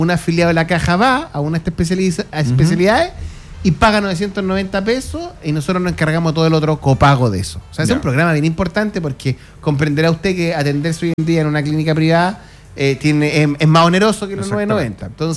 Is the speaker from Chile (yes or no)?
yes; Chile; nosotros, como los chilenos